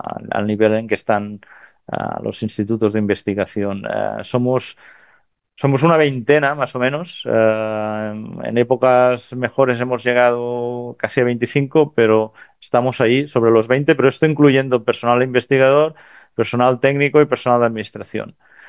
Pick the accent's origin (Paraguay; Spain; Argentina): Spain; Amposta, Catalonia; now in Roquetes, Spain; yo soy de Amposta, que está, nada, 20 kilómetros de aquí. Estudié física en Barcelona